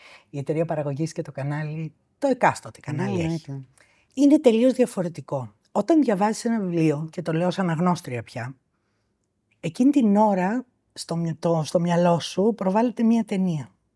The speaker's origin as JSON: {"language": "Greek", "country": "Greece", "tie": "born or raised there", "also_born_or_lived": "Istanbul, Turkey"}